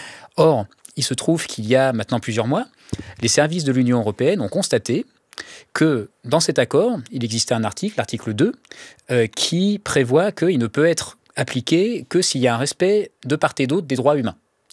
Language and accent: French; France; nous, en tant que Français